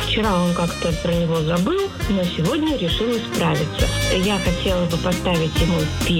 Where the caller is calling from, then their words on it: Saint Petersburg, Russia; Я из Санкт-Петербурга. Сейчас мы находимся на своей даче, на станции «Горы».